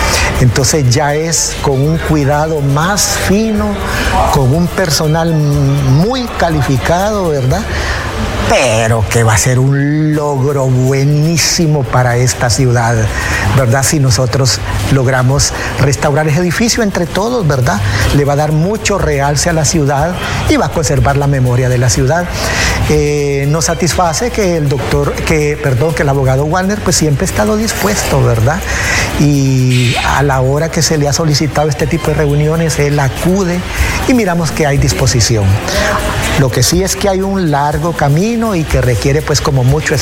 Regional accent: Juticalpa, Olancho, Honduras; somos ciudadanos de Juticalpa, ¿verdad? Y la ciudad nos gusta vivir aquí, nos duele la ciudad y queremos lo mejor para ella.

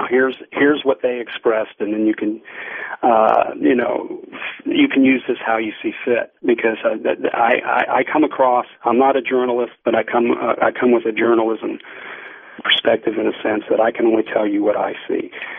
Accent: United States; because I'm an American.

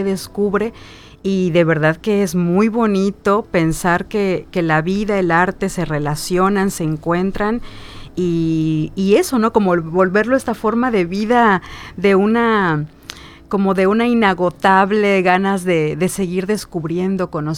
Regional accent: Cancún, Quintana Roo, Mexico; moved away as an adult; now in Mérida, Mexico; Yo soy originaria de Cancún y migro a Mérida en el 2010.

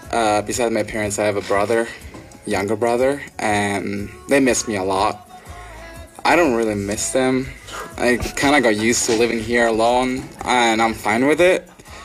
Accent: Milan, Lombardy, Italy; English is a second language; now in United States; So, I'm from Milan. It's a pretty big city with about like 3 million people living there. I would say bigger than Denver.

